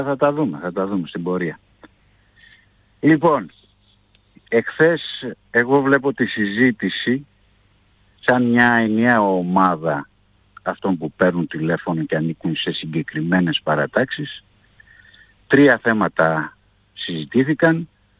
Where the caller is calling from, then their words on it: Greece; Μιλάω πρώτα ως Έλληνας, δεύτερος χριστιανός και τώρα πρέπει να τοποθετηθώ ως Ορθόδοξος.